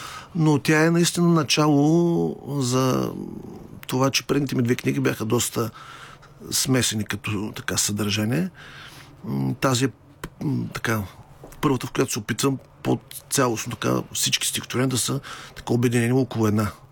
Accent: Ruse, Ruse Province, Bulgaria; moved away; в моя роден град

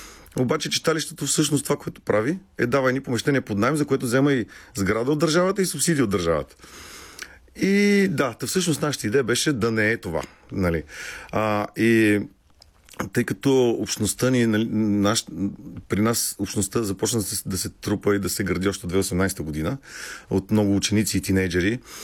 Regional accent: Dupnitsa, Kyustendil Province, Bulgaria

